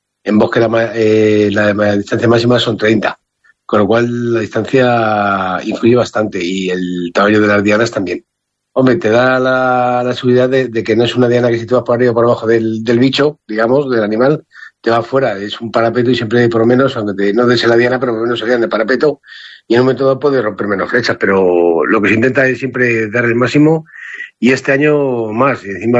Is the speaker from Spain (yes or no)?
yes; Ávila, Castile and León, Spain; ¿cómo lo hacemos en mi pueblo? Bueno, Ávila